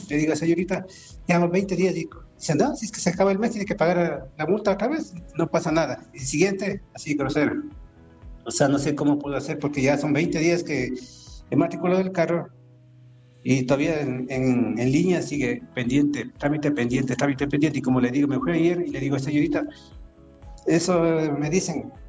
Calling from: Cuenca, Azuay, Ecuador; Aquí le llamo de Cuenca

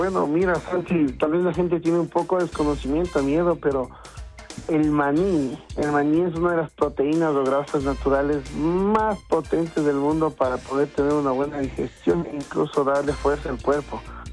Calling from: Valle de los Chillos, Pichincha, Ecuador; Estoy llamando de la Armenia, acá en el Valle de los Chillos.

